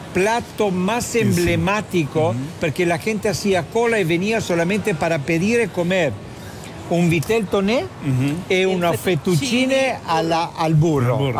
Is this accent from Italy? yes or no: yes; Italy; now in Chile; soy italiano o somos italianos